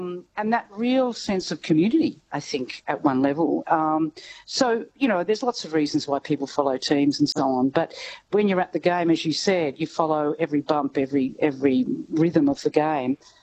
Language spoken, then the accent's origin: English; Fitzroy, Victoria, Australia; So I grew up in Fitzroy, and Fitzroy was my second team because it was spectacularly unsuccessful in those years.